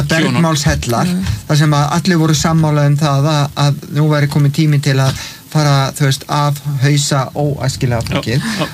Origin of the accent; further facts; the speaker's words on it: Reykjavik, Capital Region, Iceland; en ég ólst mín unglingsár upp í Breiðholti í fellaskóla og við vorum svona á skellinörum